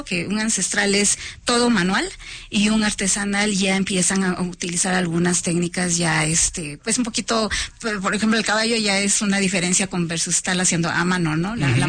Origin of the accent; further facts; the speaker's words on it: Mexico; Y es conservar como mexicanos esta parte de que pues el mezcal nos dé a conocer en otros lados